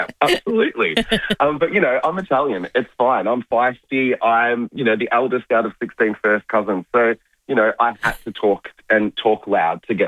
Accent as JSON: {"language": "English", "town": "Melbourne", "region": "Victoria", "country": "Australia"}